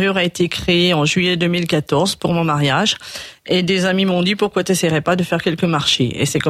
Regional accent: Grand Est, France; Je suis originaire de Chamois-l'Orgueilleux

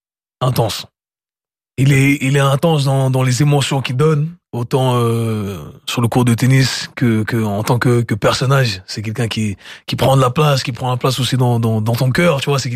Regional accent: Switzerland; en plus moi je suis suisse

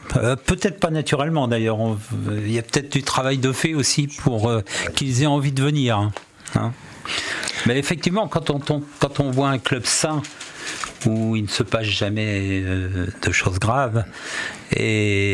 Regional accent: Ifs, Normandy, France; on était 6 à avoir 17-18 ans, tous habitants à IF, 5 dans un rayon de 200 mètres, on se voyait tous les jours

